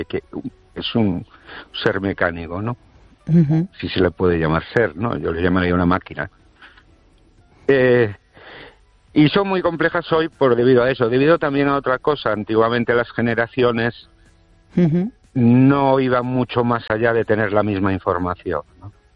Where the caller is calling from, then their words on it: Ourense, Galicia, Spain; de Orense.